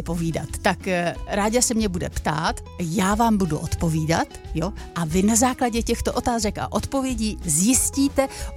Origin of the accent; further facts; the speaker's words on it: České Budějovice, South Bohemian Region, Czechia; born there; Já jsem se narodila v jižních Čechách, Českých Budějovicích, a to se psal rok 1962.